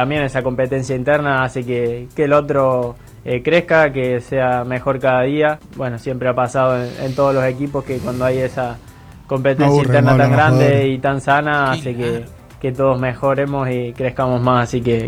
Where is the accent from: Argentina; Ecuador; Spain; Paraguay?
Argentina; Como argentino siempre la ilusión está y siempre pensamos en ser campeones